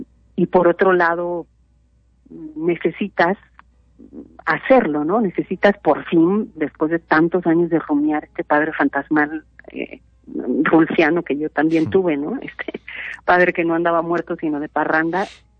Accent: Mexico; en mi crecimiento, en digamos la banda sonora de mi crianza en el Estado de México y en la Ciudad de México

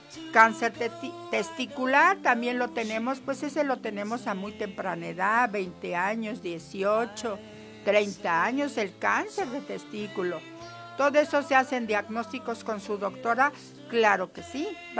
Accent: Oaxaca, Mexico; Recuerden que yo vengo de la ciudad de Oaxaca y estoy para atenderles y para servirles el día de hoy

